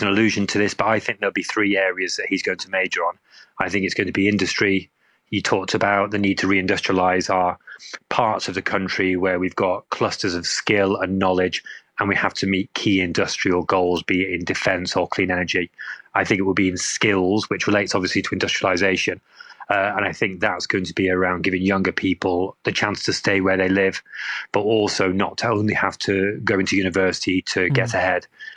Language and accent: English; Salford, North West England, United Kingdom; now in Bournemouth, United Kingdom; I'm originally from Salford in Greater Manchester. I grew up under the time when Greater Manchester, and particularly Manchester City Centre, was in real economic distress coming out of the deindustrialisation period